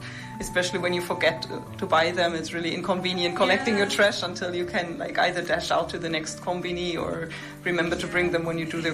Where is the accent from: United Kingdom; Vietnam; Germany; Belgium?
Germany; English is a second language; I'm from Germany.